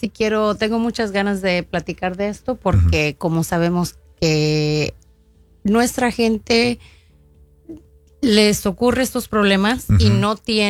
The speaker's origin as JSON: {"language": "Spanish", "area": "Central Valley", "region": "California", "country": "United States", "tie": "born or raised there", "also_born_or_lived": "Bellflower, California", "accent": "Californian", "said": "yo crecí allá en el centro Valle de California."}